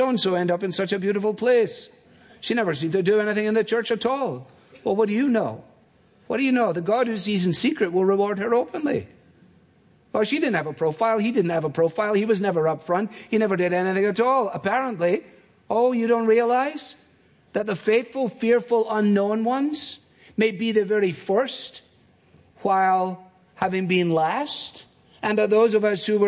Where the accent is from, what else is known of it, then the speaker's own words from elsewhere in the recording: Scotland, United Kingdom; As a Scotsman, it appeals to me.